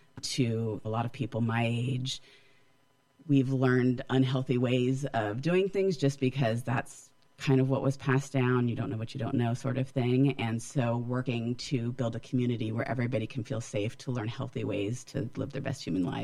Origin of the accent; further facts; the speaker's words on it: California, United States; also born or lived in Las Vegas / Central Valley; now in East Bay, United States; I grew up in Northern California.